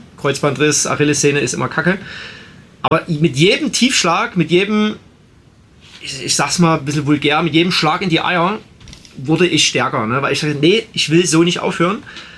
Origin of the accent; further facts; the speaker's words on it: Belgium; ich bin als Belgier auf Nummer 1 ins Ziel gekommen